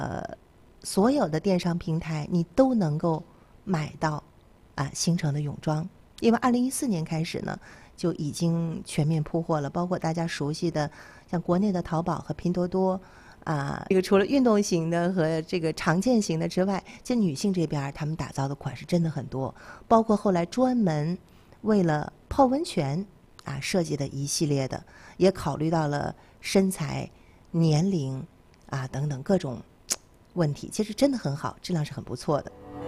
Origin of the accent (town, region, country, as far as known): Northeast China, China